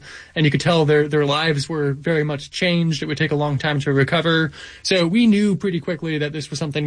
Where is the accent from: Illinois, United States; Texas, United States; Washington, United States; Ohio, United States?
Texas, United States; San Antonio; now in Houston, United States; I'm originally from San Antonio. I'm familiar with Kerrville and Kerr County and, of course, the Guadalupe River.